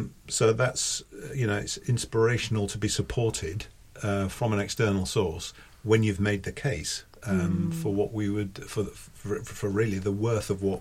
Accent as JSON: {"language": "English", "town": "Hull", "region": "Yorkshire and the Humber", "country": "United Kingdom", "moved": "as an adult", "lives_now": "Surrey, United Kingdom", "said": "I'm not from Surrey. I'm from East Yorkshire and come from the port of Hull."}